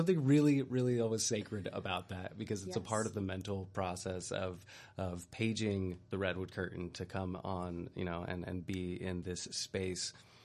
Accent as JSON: {"language": "English", "town": "Riverside", "region": "California", "country": "United States", "said": "I come from Riverside in SoCal"}